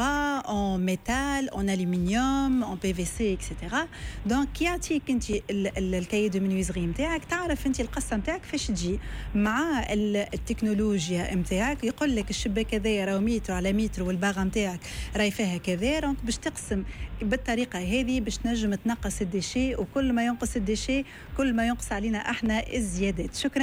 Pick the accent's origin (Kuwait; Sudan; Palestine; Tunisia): Tunisia